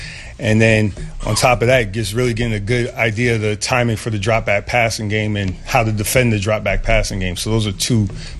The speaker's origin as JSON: {"language": "English", "town": "Waterbury", "region": "Connecticut", "country": "United States", "tie": "born or raised there", "said": "Here I'm a kid from Waterbury, Connecticut, wasn't a good football player, got lucky, became a coach, have a knack for being able to coach this game."}